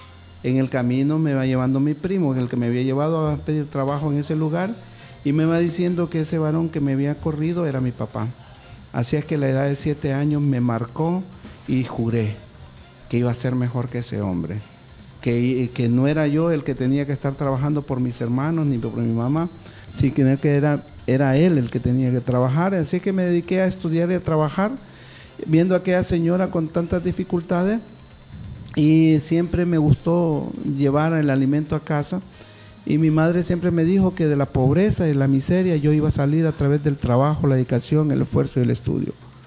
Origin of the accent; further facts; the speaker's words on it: Tegucigalpa, Francisco Morazán, Honduras; yo soy nativo de la ciudad de Tegucigalpa, criado ahí en el pavimento